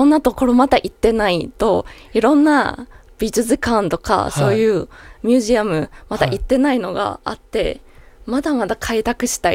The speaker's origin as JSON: {"language": "Japanese", "country": "Taiwan", "second_language": "Japanese", "said": "はいはい、自分は台湾人だから、台湾人は絶対そういうオリンピックはやらないですよ。"}